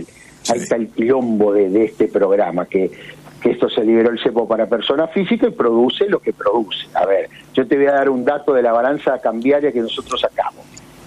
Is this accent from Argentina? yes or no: yes; Argentina